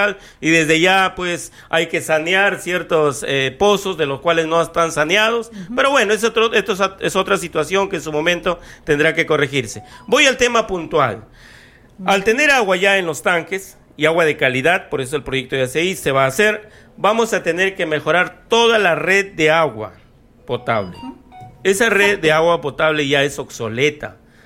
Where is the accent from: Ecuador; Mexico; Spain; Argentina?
Argentina; Tucumán; Mire, yo invoco a que me crean porque yo soy de Tucumán.